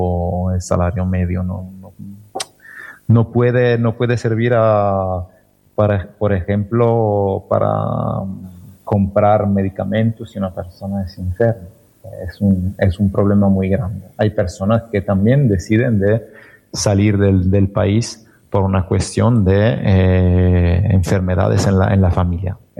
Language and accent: Spanish; Italy; Spanish is a second language; moved away; Yo vengo de un barrio que es considerado como el barrio más multicultural de Italia. Yo nací en este barrio y toda mi educación la hice en este barrio, donde hay personas que vienen de muchos lugares del mundo.